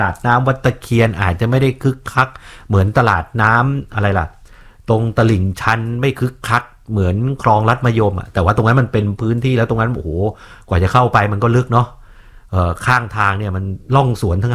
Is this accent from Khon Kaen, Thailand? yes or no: no; Bangkok, Thailand; เพราะว่าเราคนกรุงเทพอ่ะเราบางทีเราก็ต้องตามหน่อยใช่ไหมข่าวสารต่างๆ